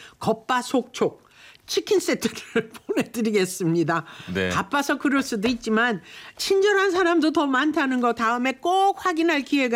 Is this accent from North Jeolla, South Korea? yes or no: no; Incheon, South Korea; 이상 인천 토박이었습니다.